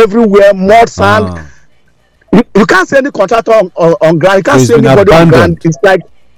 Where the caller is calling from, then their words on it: Lagos, Nigeria; I'm calling from Ikoyi.